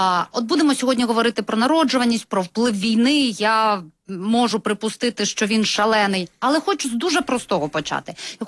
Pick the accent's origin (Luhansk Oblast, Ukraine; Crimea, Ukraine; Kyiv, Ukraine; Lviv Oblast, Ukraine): Kyiv, Ukraine; ми, кияни, переживаємо там 4 цих роки, уже 5-й